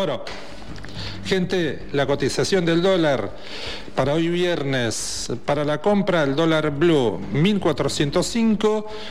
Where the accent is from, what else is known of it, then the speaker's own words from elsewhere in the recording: Argentina; argentinos